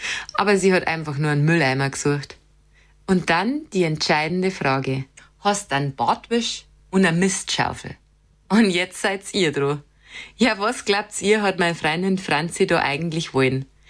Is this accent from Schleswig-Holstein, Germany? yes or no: no; Bavaria, Germany; accent: Bavarian; Aber irgendwie liebe ich genau deswegen unseren Dialekt.